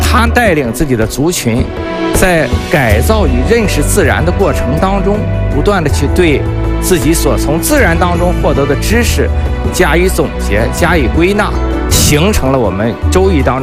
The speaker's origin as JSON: {"language": "Chinese", "country": "China", "said": "我们中国"}